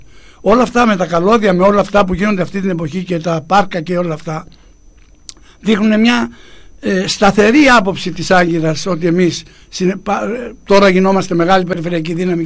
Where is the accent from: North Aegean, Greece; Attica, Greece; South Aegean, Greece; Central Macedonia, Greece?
South Aegean, Greece; Kos; Η Κόσα, ας πούμε, που είμαι το νησί μου